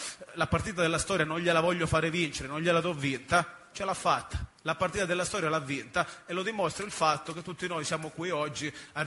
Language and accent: Italian; San Fratello, Sicily, Italy; io provengo, non sono veneto, non so se ve ne siete accorti, provengo dallo stesso paese in provincia di Messina che ha dato i natali al nonno di Bettino, Benedetto, e Benedetto è il santo protettore del nostro paese, si chiama San Fratello in provincia di Messina